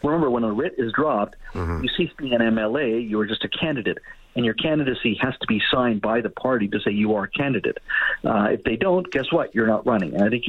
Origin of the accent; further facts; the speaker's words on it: Williams Lake, British Columbia, Canada; from a small town of Williams Lake, my hometown in the Cariboo